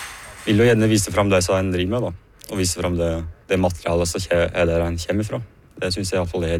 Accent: Valdres, Innlandet, Norway; alle fra Vesterslire, da. Der jeg kommer fra.

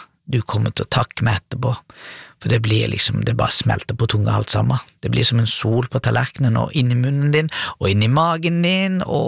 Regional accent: Iran; det er kanskje bare fordi jeg er iraner, ikke sant?

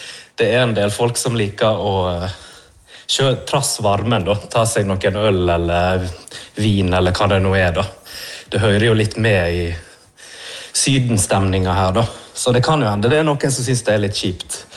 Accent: Førde, Vestland, Norway; jeg kommer jo fra Førde

